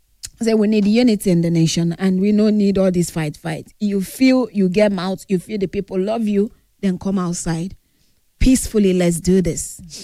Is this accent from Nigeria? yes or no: yes; Nigeria; just because I'm Nigerian. God forbid that me being a part of this nation be a curse on me.